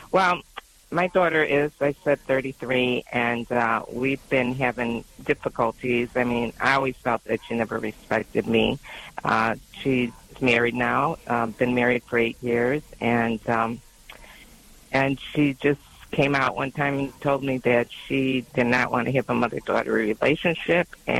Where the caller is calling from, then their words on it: Illinois, United States; Well, I'm from Indiana, but I'm from Illinois.